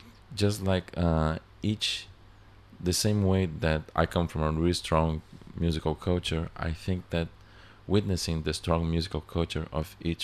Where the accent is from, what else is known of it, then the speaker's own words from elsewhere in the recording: Brazil; I'm from Brazil originally.